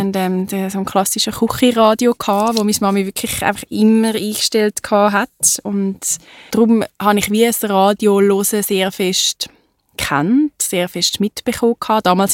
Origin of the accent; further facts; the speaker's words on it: Winterthur, Zurich, Switzerland; Ich bin in Winterthur geboren. Mhm. Und in Wülflingen habe ich meine ersten Lebensjahre verbracht. Genau, bin dort aufgewachsen. Und nachher sind wir aber auf Ohringen gezogen. Das ist Winterthur-Land.